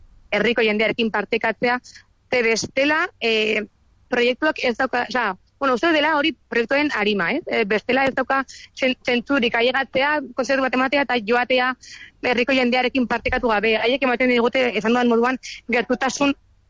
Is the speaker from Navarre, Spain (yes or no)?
yes; Navarre, Spain; azken finean Nafarroakoak gara